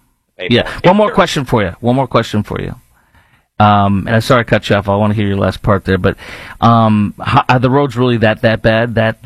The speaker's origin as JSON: {"language": "English", "region": "Illinois", "country": "United States", "tie": "born or raised there", "said": "And I know that from seeing my home state of Illinois."}